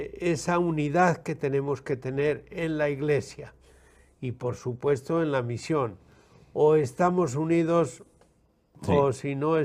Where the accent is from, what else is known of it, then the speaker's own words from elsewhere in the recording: Castile and León, Spain; born there; moved away as an adult; also born or lived in Peru; now in León, Spain; yo nací en León. Cerca de Sahagún de Campos, en la zona que podíamos llamar Castilla, y recién, nada más ordenarme sacerdote, me fui a Perú. He estado en Perú 50 años